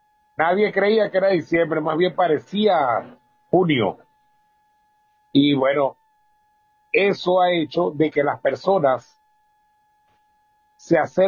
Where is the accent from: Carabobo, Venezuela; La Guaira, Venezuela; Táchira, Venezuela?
Carabobo, Venezuela; Patanemo; Puesto, yo soy de Patanemo, oriundo de allá.